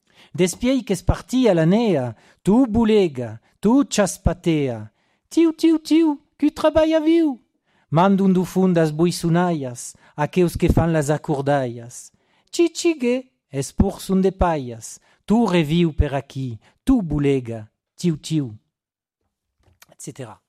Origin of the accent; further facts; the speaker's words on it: Provence-Alpes-Côte d'Azur, France; chez nous en Basse-Provence